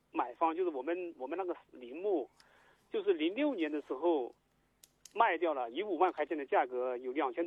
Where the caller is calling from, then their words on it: Jishui, Jiangxi, China; 吉水的。